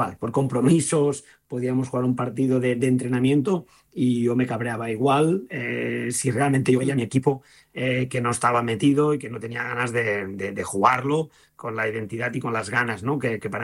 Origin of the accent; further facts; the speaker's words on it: Granollers, Catalonia, Spain; quien realmente ha seguido mi carrera y que me conocía incluso estando, da igual, en mi pueblo, en Granollers